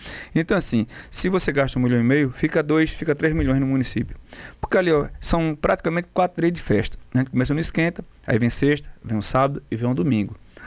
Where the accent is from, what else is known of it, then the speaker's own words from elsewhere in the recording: Brazil; sou torcedor do Brasil, sou brasileiro